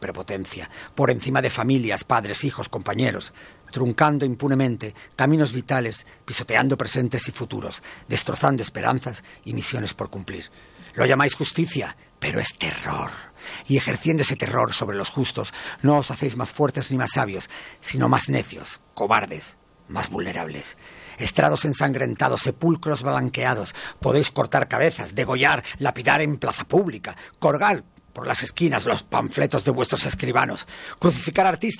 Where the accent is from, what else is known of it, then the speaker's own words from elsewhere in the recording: Spain; Yo es que soy muy español, ¿sabes? Soy muy patriótico.